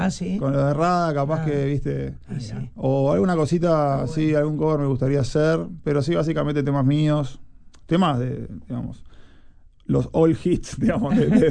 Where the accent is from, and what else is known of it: Uruguay; born there